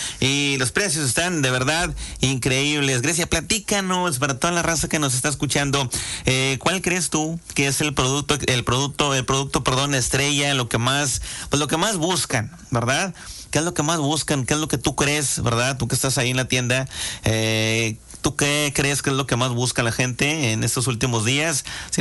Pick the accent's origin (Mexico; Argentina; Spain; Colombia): Mexico